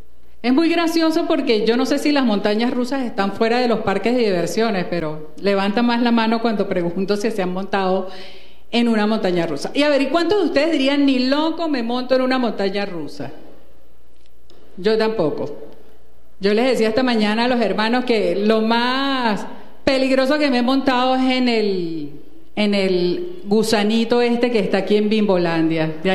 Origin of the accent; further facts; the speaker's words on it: Venezuela; nosotros nos estamos encontrando a cara nuevamente como buenos venezolanos, como hermanos